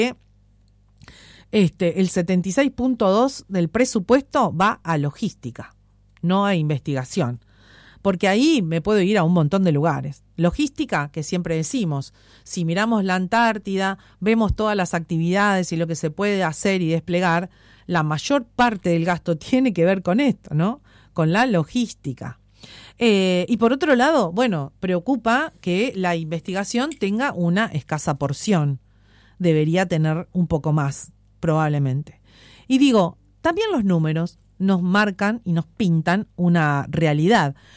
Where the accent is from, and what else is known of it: Argentina